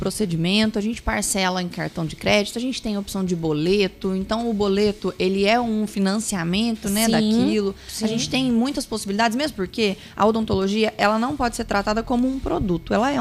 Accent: Minas Gerais, Brazil; a gente é mineiro, evidentemente.

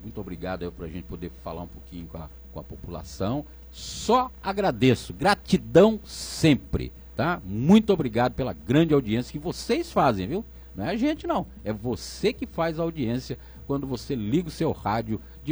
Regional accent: São Paulo, Brazil; also born or lived in Northeast Brazil; Não, não, eu sou daqui de São Paulo.

